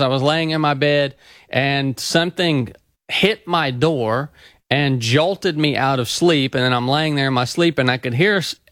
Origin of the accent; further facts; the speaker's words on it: the South, United States; So I grew up obviously in the South, so I'd heard the gospel many, many times.